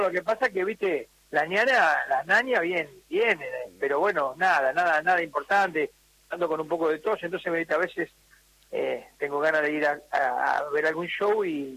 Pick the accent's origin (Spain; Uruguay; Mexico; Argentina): Argentina; primero como argentino me enorgullezco de que nosotros tengamos un tipo